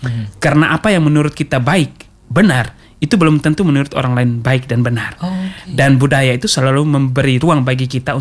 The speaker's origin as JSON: {"language": "Indonesian", "region": "East Nusa Tenggara", "country": "Indonesia", "moved": "yes", "lives_now": "Kupang, Indonesia", "said": "kami orang Sika"}